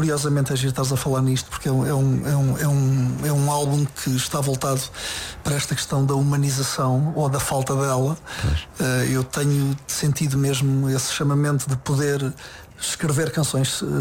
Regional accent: Portugal; cada um de nós, como portugueses, como autores

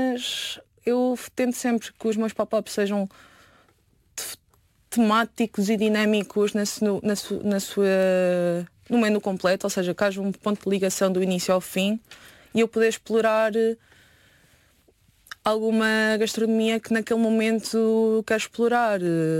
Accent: Portugal; also born or lived in Venezuela; sei dizer que sou de Portugal.

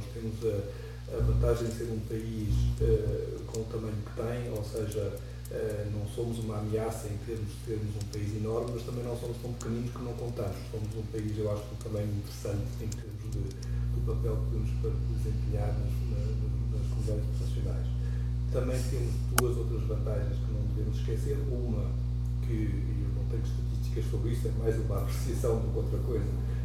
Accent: Portugal; eu vejo sobretudo como português, nós, como portugueses

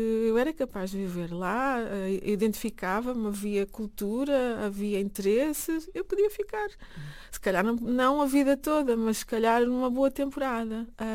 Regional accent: Lisbon, Portugal; born there; eu nasci em Lisboa. Meu pai veio para cá adolescente

